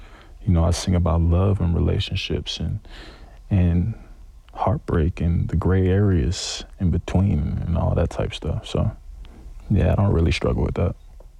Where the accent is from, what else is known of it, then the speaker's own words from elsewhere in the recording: Atlanta, Georgia, United States; because, you know, I'm from Atlanta.